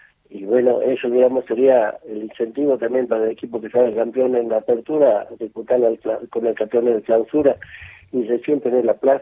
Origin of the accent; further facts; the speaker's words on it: General Güemes, Salta, Argentina; yo como soy de Güemes